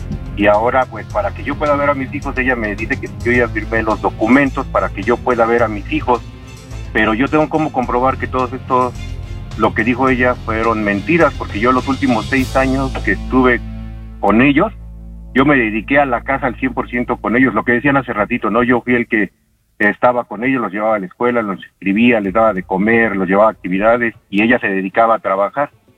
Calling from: Iztacalco, Mexico City, Mexico; De aquí, de Iztacalco.

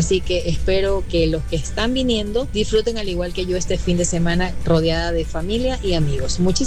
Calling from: Santa Elena, Ecuador; hoy te saludo desde la provincia de Santa Elena, en mi tierra hermosa, específicamente desde Punta Blanca

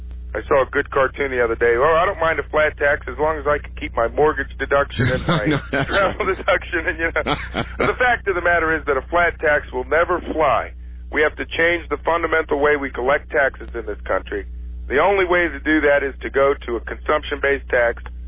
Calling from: Detroit, Michigan, United States; I'm calling from Detroit, Michigan.

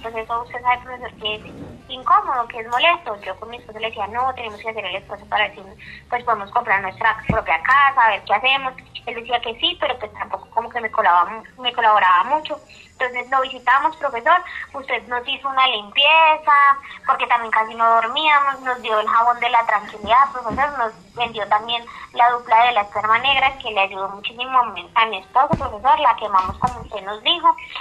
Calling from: Bogotá, Colombia; Acá del barrio Juan Rey, profesor, en Bogotá

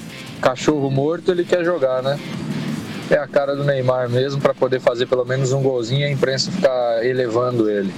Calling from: São Paulo, Brazil; de Abaquara.

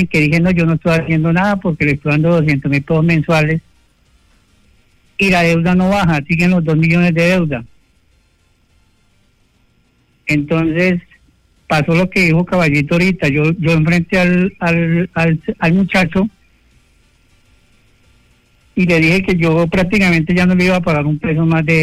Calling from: Acacías, Meta, Colombia; Llamo de Acacias Meta.

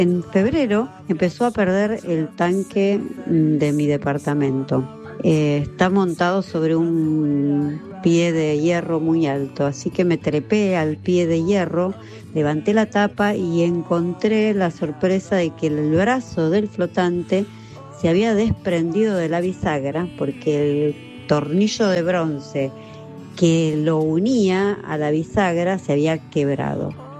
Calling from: Palermo, Buenos Aires, Argentina

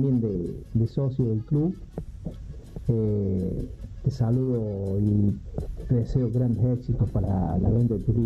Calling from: Galicia, Spain; Soy de Galicia.

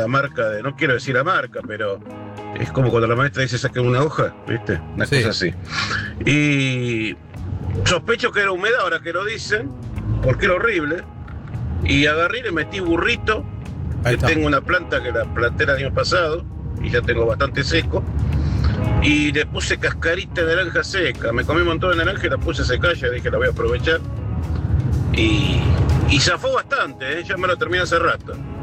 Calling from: Argentina; de Fosordo.

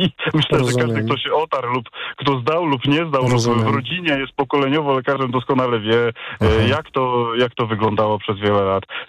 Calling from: Silesian Voivodeship, Poland; ja pochodzę ze Śląska, tutaj sytuacja jest dosyć industrialna

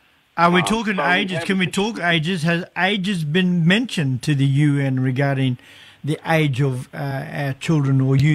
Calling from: Cairns, Queensland, Australia; I'm calling from Cairns, far north of Queensland, by my Bripper Media.

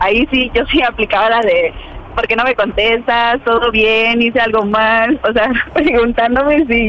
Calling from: Mexico City, Mexico; 31, en la Ciudad de México.

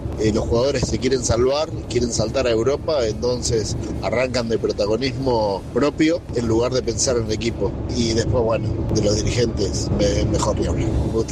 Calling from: Mar del Plata, Buenos Aires Province, Argentina; de Mar del Plata, estoy en la Ruta 2

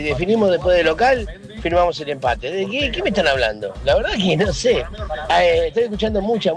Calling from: Buenos Aires, Argentina; el tachero porteño.

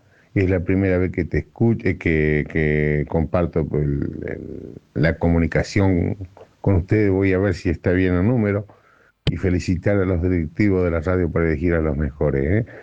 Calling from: Victoria, Entre Ríos, Argentina; de Victoria, Entre Ríos.

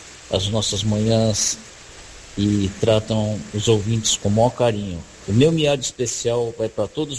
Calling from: Santos, São Paulo, Brazil; aqui de Santos.

